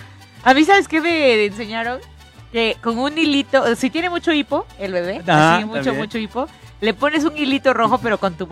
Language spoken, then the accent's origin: Spanish; Mexico; Ay, nosotros como mexicanos podemos salir a cenar.